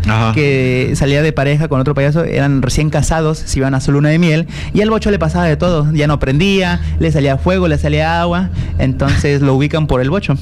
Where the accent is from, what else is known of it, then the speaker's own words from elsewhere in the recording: Chile; es una gran responsabilidad también decir que soy chileno